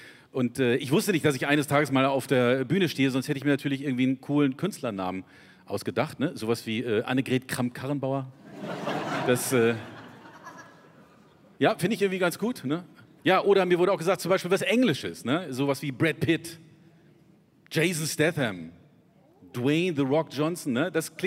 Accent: Lübeck, Schleswig-Holstein, Germany; Nein, ich komme natürlich aus Lübeck. Und ich weiß nicht, ob ihr schon mal in Lübeck wart.

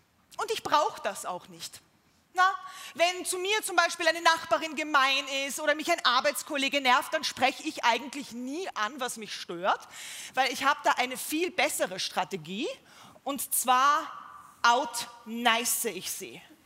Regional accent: Vienna, Austria; Ich komme aus Wien. Ich weiß, das hört man urnicht. Naja, für österreichische Ohren, da rede ich doch sehr deutsch. Also Hochdeutsch.

